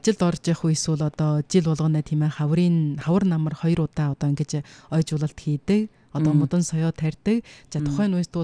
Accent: Ordos, Inner Mongolia, China; манай нутаг оронд хүрч ирээд ордос нутагт хүрч ирээд

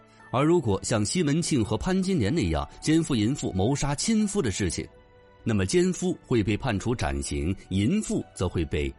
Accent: China

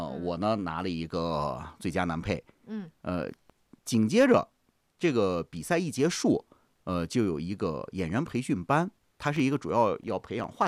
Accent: Ordos, Inner Mongolia, China; 我就是咱们土生土长的鄂尔多斯人，算是出生在人民教师家庭，因为我的姥姥、姥爷、我妈妈、我二姨、我舅舅、我舅妈，就是一家子全是老师，

